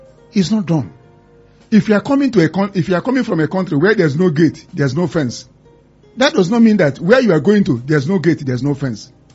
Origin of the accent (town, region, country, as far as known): Nigeria